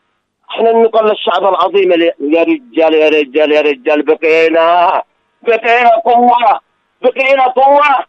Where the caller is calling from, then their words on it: Yemen; احنا يمنيين اصلا وقال احنا كرامة واحنا يمنيون